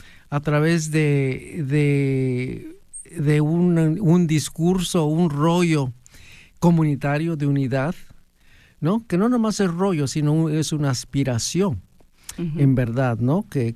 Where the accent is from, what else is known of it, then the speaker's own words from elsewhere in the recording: Tequistepec, Oaxaca, Mexico; Nos definimos como pueblo, y en mi pueblo ahí de Tequistepec es la música lo que nos une, aparte de la iglesia, ¿no?